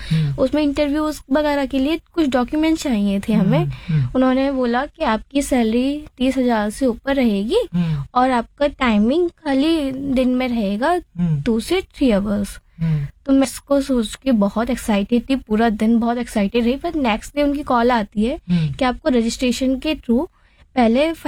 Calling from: Moradabad, Uttar Pradesh, India; बोल रही हूँ मुरादाबाद से, मैं काशीराम की रहने वाली हूँ।

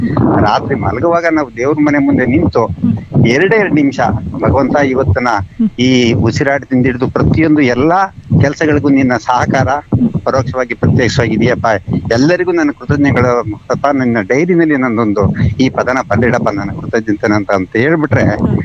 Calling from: Mandya, Karnataka, India; ಮಂಡ್ಯದಿಂದ … ಮಾತಾಡ್ತಾ ಇದ್ದೀನಿ

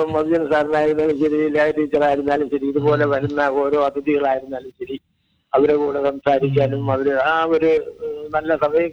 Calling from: Kerala, India; ഞാൻ കണ്ണൂർ സൈഡിന്റെ അടുത്ത് തന്നെ.

